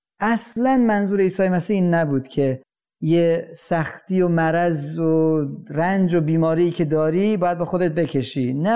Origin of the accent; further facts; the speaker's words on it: Iran; من در ایران یا ماها همه در ایران متولد شدیم، بزرگ شدیم و دیدیم در کلیسا افرادی بودن که به خاطر ایمانشون طرد شدن.